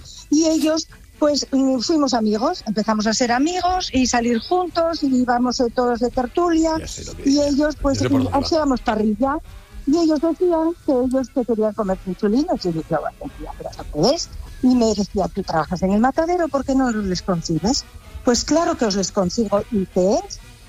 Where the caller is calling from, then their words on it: Pola de Siero, Asturias, Spain; yo trabajé en el Ayuntamiento de Siero, soy de Pola de Siero, en Asturias.